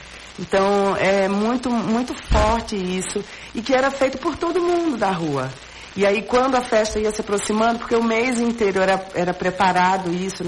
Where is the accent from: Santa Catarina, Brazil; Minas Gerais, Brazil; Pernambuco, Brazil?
Pernambuco, Brazil; Limoeiro; eu sou lá de Limoeiro, passei a minha infância, a minha juventude lá